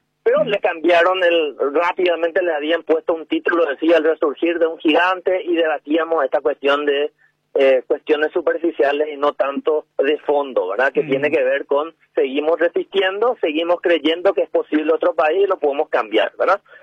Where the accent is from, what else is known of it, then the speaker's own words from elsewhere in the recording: Paraguay; en qué condiciones queremos seguir siendo paraguayos